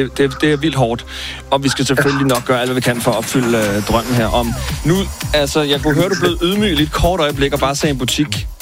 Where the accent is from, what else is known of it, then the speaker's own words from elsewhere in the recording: Smørum, Capital Region of Denmark, Denmark; Jeg er fra Smørum.